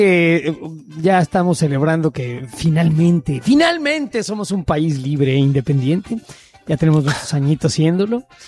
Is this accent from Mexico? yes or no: yes; Mexico; Nada más por las ganas de joder que tiene uno como mexicano, ¿no?